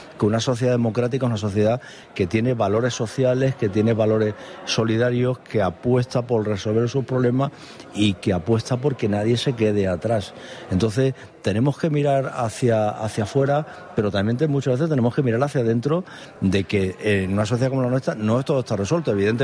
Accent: Andalusia, Spain; Si es que al menos tengo una conciencia tan grande como andaluz, lo he vivido tanto, que no soy capaz de decirle a nadie que viene a buscarse la vida a una sociedad como la andaluza

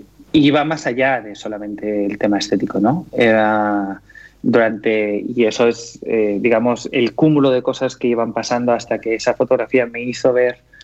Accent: Tarragona, Catalonia, Spain; cuando caminaba por mi ciudad natal, en Tarragona

